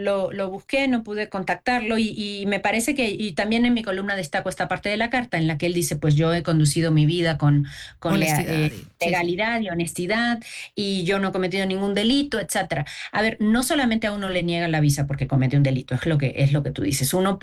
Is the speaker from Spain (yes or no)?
no; Cuba; moved away; Yo soy cubana